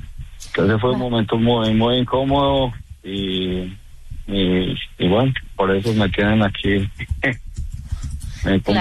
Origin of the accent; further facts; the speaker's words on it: El Carmen de Viboral, Antioquia, Colombia; moved away as an adult; now in United States; Pero yo soy del Carmen de Oral, Antioquia. Soy teniente oficial retirado de la Armada de Colombia, con mucho orgullo y con mucho amor. Soy parte de las Fuerzas Militares de Colombia. por el conflicto de Colombia también decido irme. Llego a Estados Unidos